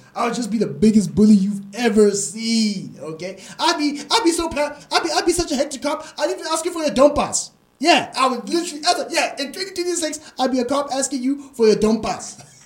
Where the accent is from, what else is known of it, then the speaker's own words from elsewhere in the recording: Springs, Gauteng, South Africa; born there; also born or lived in Johannesburg; I was born in the East Rand, but as a kid, I was actually born in Johannesburg, and then we went all the way to Springs. I sort of grew up in Springs for a bit. Spent some time over there.